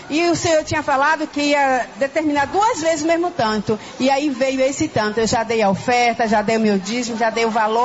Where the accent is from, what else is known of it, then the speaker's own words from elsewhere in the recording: Miguel Couto, Rio de Janeiro, Brazil; Sou de Miguel Couto.